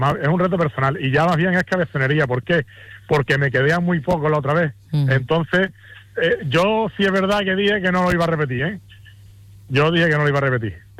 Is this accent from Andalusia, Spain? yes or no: yes; San Juan del Puerto, Andalusia, Spain; born there